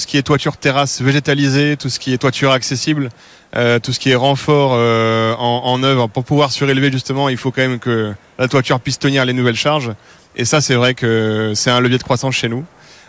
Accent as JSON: {"language": "French", "town": "Strasbourg", "region": "Grand Est", "country": "France", "said": "je suis de Strasbourg, j'ai décidé de quitter l'Alsace pour venir ici pendant 3 jours."}